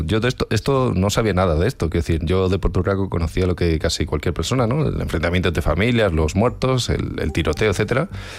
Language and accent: Spanish; Moraleja, Extremadura, Spain; yo contaba un crimen ocurrido hace 100 años en mi pueblo, en Moraleja, allí en Cáceres